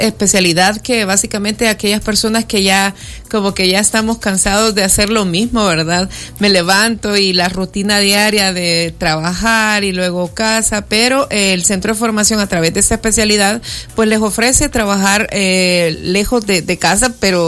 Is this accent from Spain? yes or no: no; El Salvador